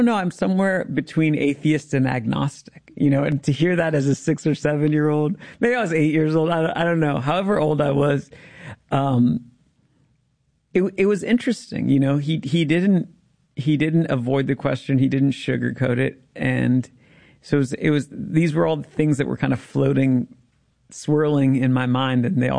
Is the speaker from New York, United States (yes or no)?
no; Washington, District of Columbia, United States; because I was growing up in Washington, D.C., where you kind of can't tune that stuff